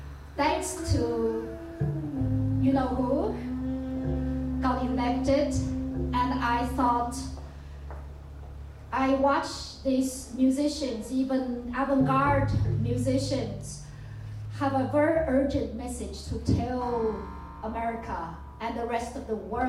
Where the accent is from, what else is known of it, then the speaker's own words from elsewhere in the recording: China; for somebody like me and Chinilek, we grew up in China, listening to propaganda songs, but inspired by rock and roll, jazz and blues from the West.